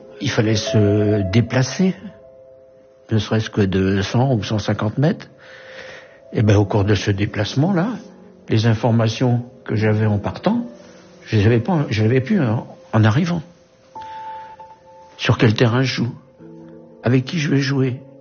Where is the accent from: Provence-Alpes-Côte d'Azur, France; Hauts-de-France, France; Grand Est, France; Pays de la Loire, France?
Pays de la Loire, France; Laval; je vais avoir 78 ans. Je suis donc natif de Laval, de la Mayenne, et mon épouse est originaire du Finistère, de Quimper.